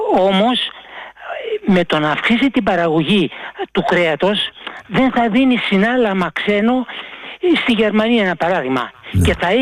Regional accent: Glyfada, Attica, Greece; από τη Γλυφάδα.

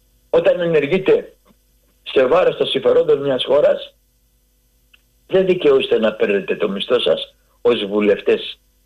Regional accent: Greece; Εγώ είμαι ένας Έλληνας φορολογούμενος.

